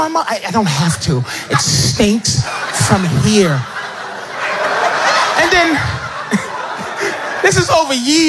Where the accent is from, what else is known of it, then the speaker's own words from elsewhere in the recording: Boston, Massachusetts, United States; I'm from Boston, man. I got a PhD in white people, man. I grew up around them.